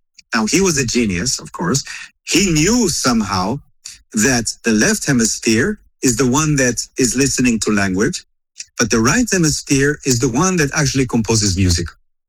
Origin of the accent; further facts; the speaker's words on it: Israel; It was a convertible, you know, like I come from Israel. It was a dream, a Ford Mustang.